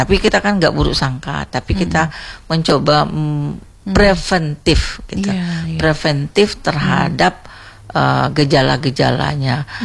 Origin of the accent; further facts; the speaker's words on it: West Sumatra, Indonesia; aku kan orang Minang.